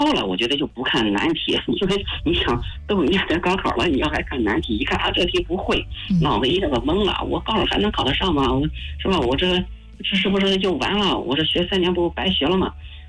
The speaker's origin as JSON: {"language": "Chinese", "country": "China", "said": "我中国人啊，有的时候有那个皮肤即可症，"}